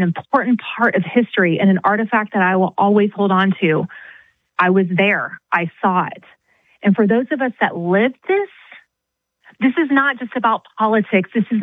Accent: Texas, United States; I'm from Texas, 23 years old.

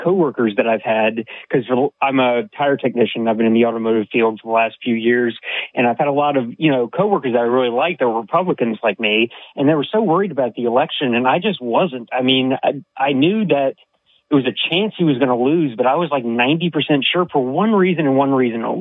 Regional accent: North Carolina, United States; I was a little nervous when the results came in from my home state of North Carolina

